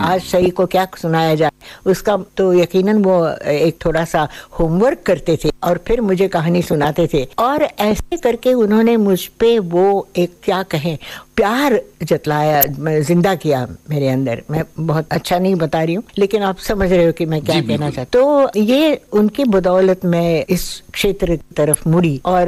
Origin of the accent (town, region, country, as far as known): Pune, Maharashtra, India; born or raised there; also born or lived in Lucknow